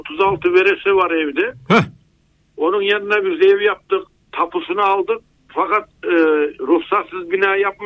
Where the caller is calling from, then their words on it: Tosya, Kastamonu, Turkey; Şu anda benim yaşadığım kendi köyümde